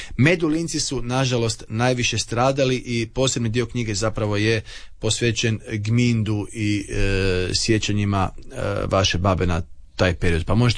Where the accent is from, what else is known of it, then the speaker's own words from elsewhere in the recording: Rakalj, Istria County, Croatia; ja sam rodom Zraklja